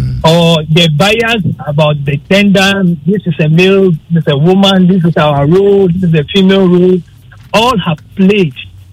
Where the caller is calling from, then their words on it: Canada; I'm calling from Canada.